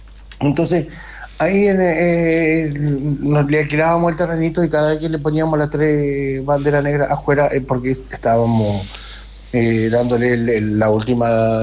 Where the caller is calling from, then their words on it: Capiatá, Central, Paraguay; del Paraguay de Capieta.